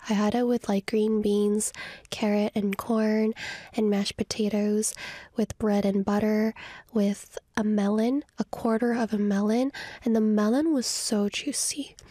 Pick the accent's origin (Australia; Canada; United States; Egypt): Canada; now in Korea; I lived in a very foresty place because I'm from Canada.